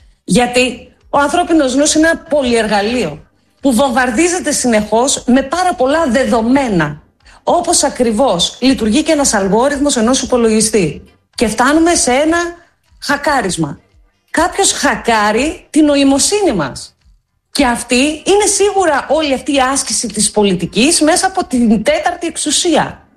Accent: Greece; ως Έλληνες, ως Έλληνες Ορθόδοξος λαός

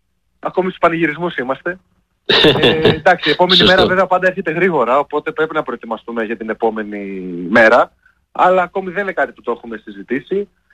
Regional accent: Kavala, Eastern Macedonia and Thrace, Greece; Εγώ από μια τρέλα της στιγμής ήρθα σε αυτήν την ομάδα, καθώς κατάγομαι από την Καβάλα και ήμουν στη φάση του να μείνω να φύγω από την Καβάλα.

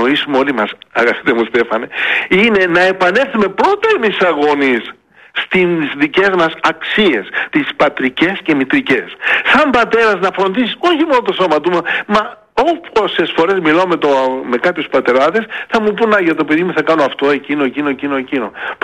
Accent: Greece; θα επιστρέφουμε πίσω στην Ελλάδα.

